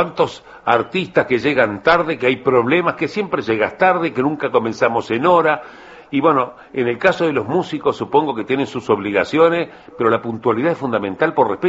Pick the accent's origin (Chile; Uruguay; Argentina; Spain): Uruguay; ¿somos puntuales los uruguayos?